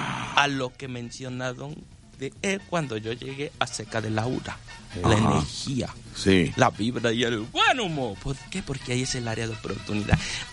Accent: Tlaxcala, Mexico; Ah, pero es porque vine de Tlaxcala.

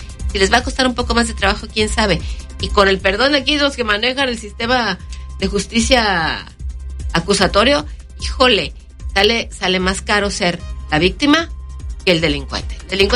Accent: Mexico; así somos los mexicanos

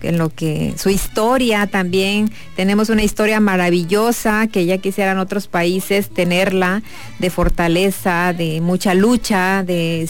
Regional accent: Mexico; la mayoría somos grandes mexicanos que queremos lo mejor para nuestro país.

